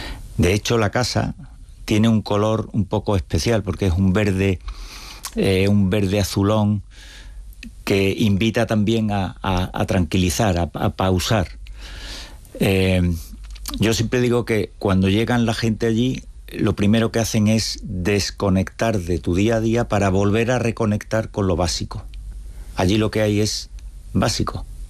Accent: Seville, Andalusia, Spain; accent: Sevillian; also born or lived in Cantabria; yo, mi acento me denuncia y soy y he vivido toda mi vida en Sevilla, pero nací en Cantabria

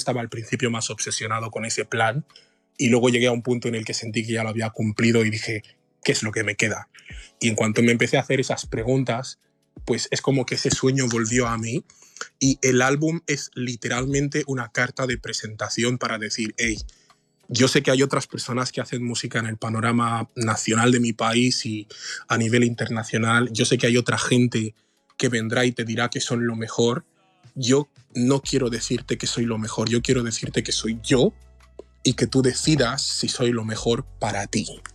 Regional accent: Malabo, Bioko Norte, Equatorial Guinea; En Malabo. Nací y crecí en Malabo.

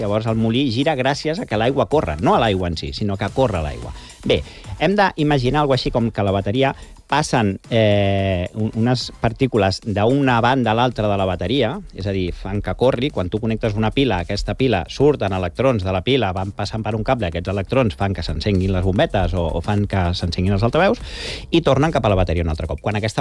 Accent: Galicia, Spain; Bueno, perquè jo sóc de Galícia, la meva dona és d'aquí, llavors...

